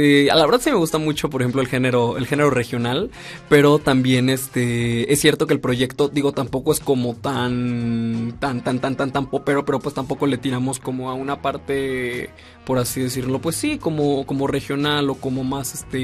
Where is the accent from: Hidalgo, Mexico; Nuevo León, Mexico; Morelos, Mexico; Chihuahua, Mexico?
Morelos, Mexico; Cuernavaca; now in Mexico City, Mexico; yo soy de Cuernavaca